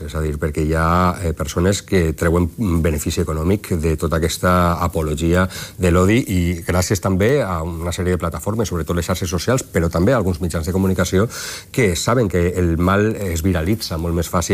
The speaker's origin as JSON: {"language": "Catalan", "region": "Valencian Community", "country": "Spain", "said": "com a valencià"}